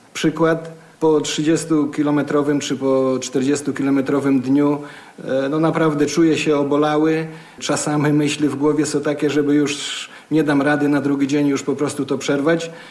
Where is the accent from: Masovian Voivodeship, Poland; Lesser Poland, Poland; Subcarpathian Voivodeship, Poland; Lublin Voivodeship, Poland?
Masovian Voivodeship, Poland; Ciechanów; Ja pochodzę z Ciechanowa i tam mieszkam. To można powiedzieć, że święty Stanisław to taki mój ziomek, bo praktycznie niecałe 20 km od mojej miejscowości jest Rostkowo.